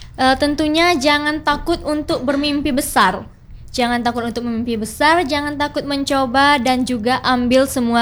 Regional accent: Bengkulu, Indonesia; Kalau kita kan udah tahu ya orang Bengkulu

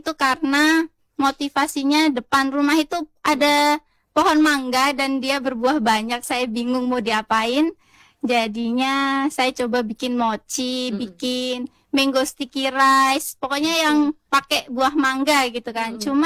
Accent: Yogyakarta, Special Region of Yogyakarta, Indonesia; now in Kupang, Indonesia; Iya, bapak kecil itu karena suami dari Jogja, saya dari Jogja

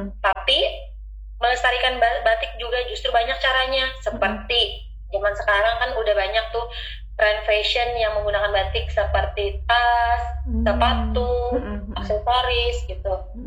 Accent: Central Kalimantan, Indonesia; saya kan asalnya juga dari Barito Timur.

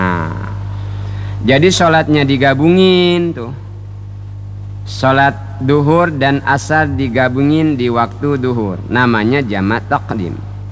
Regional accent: Bangka Belitung Islands, Indonesia; Tapi tidak sebasing gabung, kata kita orang Bangka.

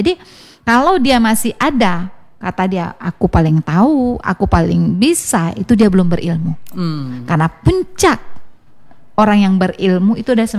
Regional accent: North Sumatra, Indonesia; kalau kami orang Batak ini kan kau itu biasa, ya kan?

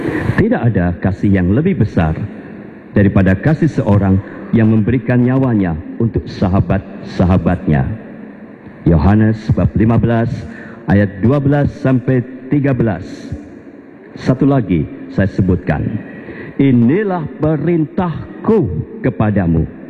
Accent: Temanggung, Central Java, Indonesia; also born or lived in Yogyakarta; Saya numpang lahir di Jogja, tetapi kemudian orang tua pindah ke Jawa Tengah, ke Temanggung. Saya orang Jogja kota dekat Malioboro.

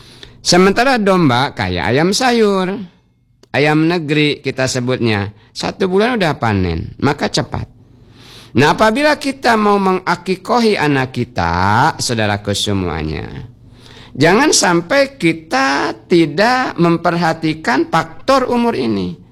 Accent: Bangka Belitung Islands, Indonesia; kata kita orang Bangka

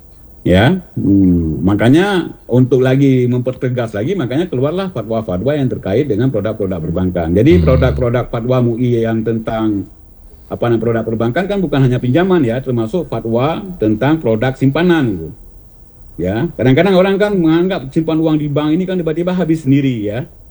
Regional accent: Aceh, Indonesia; kita selaku Aceh

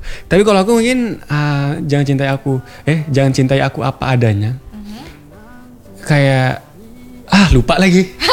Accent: Kupang, East Nusa Tenggara, Indonesia

